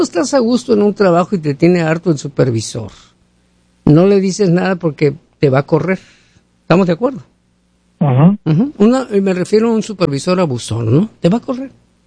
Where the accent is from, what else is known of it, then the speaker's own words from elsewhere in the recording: Mexico; now in United States; ¿Qué vamos a hacer nosotros los mexicanos aquí en los Estados Unidos?